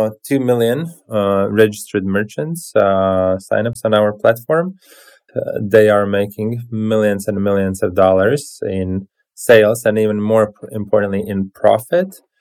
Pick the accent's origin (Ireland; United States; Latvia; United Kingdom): Latvia; English is a second language; The key connection is that we are both from Latvia.